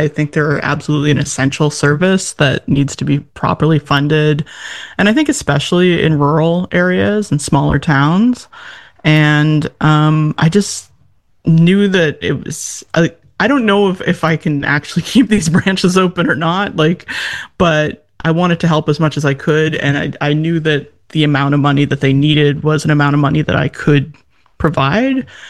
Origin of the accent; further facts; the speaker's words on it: Bedford, Nova Scotia, Canada; when I was a kid, I grew up in Bedford, Nova Scotia, and I was at the Bedford Library all the time